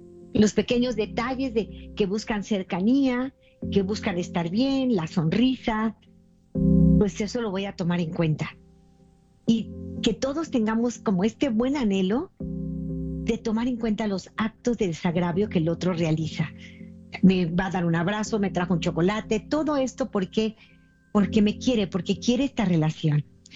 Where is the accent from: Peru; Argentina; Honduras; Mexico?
Mexico; Cuando yo era chiquita, teníamos primero 2 canales, el 2 y el 5 en mi país.